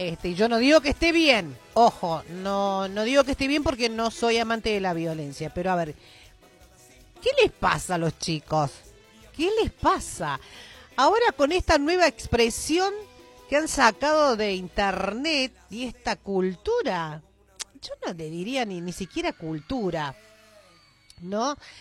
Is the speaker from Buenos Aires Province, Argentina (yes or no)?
no; Córdoba, Argentina; Soy cordobesa